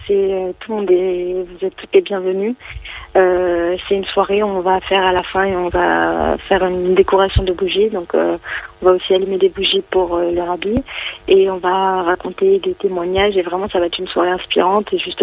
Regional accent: France; also born or lived in Dubai; now in Marseille, France; on a grandi en France depuis toujours

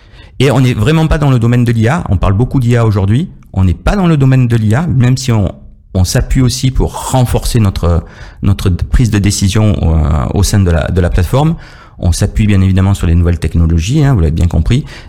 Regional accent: Marseille, Provence-Alpes-Côte d'Azur, France; Je suis vraiment un local hein, de l'étape. Je suis né à Marseille.

